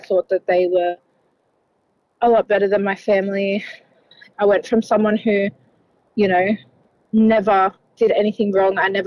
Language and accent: English; Illawarra, New South Wales, Australia; I've got two brothers and four sisters. We grew up down south in the Illawarra. We were a happy family. Everything was, like a normal Lebanese family.